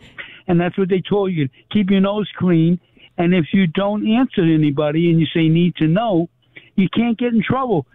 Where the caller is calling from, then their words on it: Levittown, United States; I'm calling from Levittown.